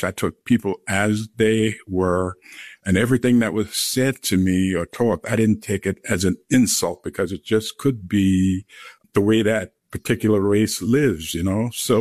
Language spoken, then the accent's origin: English; South Carolina, United States; Growing up in South Carolina, poor family, like we mentioned earlier, back of the bus days.